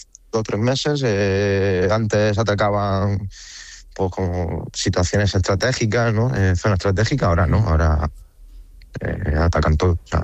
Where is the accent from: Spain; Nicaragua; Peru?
Spain; moved away as an adult; now in Ukraine; somos 5 españoles en el cuerpo técnico